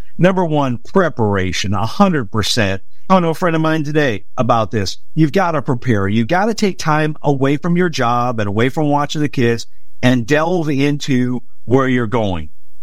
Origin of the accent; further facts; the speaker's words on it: Chicago, Illinois, United States; I mean, I'm from Chicago, so I'd love to go back to Chicago and go to a couple Cubs games and eat some great pizza.